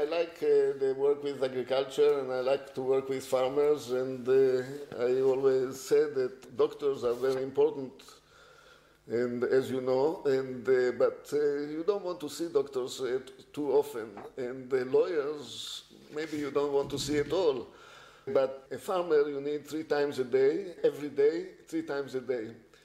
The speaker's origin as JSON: {"language": "English", "country": "Israel", "tie": "born or raised there", "also_born_or_lived": "South Africa", "moved": "as an adult", "lives_now": "Australia", "said": "I was born in Israel to Holocaust survivors. I grew up in Israel. I served in the army in Israel as an officer."}